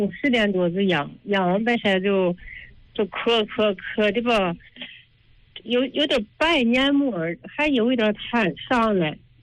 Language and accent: Chinese; Luchuan, Guangxi, China; 啊，我是陆川的。